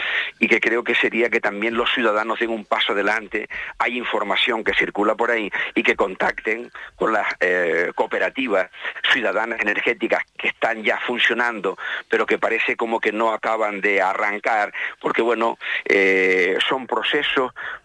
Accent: Canary Islands, Spain

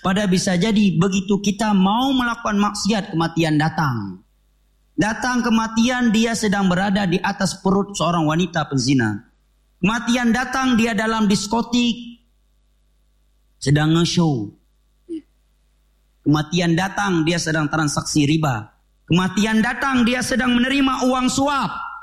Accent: Aceh, Indonesia; Kami orang Aceh

